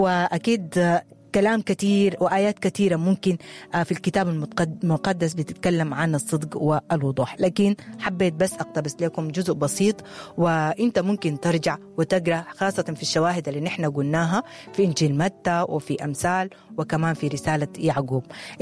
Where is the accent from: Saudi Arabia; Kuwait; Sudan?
Sudan; بلدنا السودان